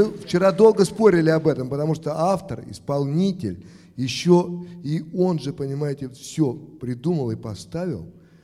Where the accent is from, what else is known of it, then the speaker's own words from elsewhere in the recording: Moscow, Russia; Вот мы с ним оба москвичи. Я москвич, и он москвич.